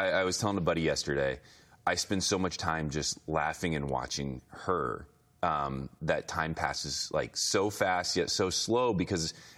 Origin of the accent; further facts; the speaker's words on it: Indiana, United States; I had moved to Denver for my first job. had no friends in Denver. I'm from Indiana originally.